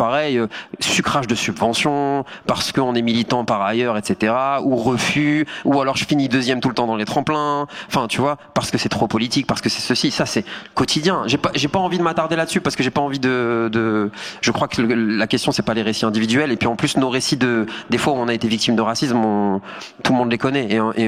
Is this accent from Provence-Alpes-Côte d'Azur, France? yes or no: no; Hauts-de-France, France; Moi, je viens du Nord, de la France.